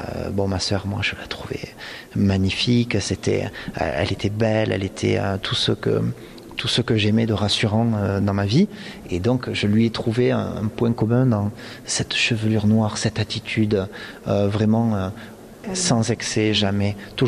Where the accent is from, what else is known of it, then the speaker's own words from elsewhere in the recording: Occitanie, France; Je suis un enfant du pays et c'est vrai que je ne boude pas de mon plaisir quand je reçois une commande d'ici.